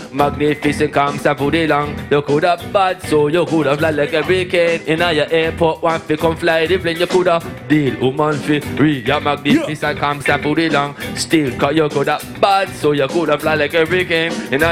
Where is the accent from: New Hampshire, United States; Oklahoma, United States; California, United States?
California, United States; I'm not a Jamaican. I don't come from Jamaica. I'm right here from California. I'm gonna big about California people.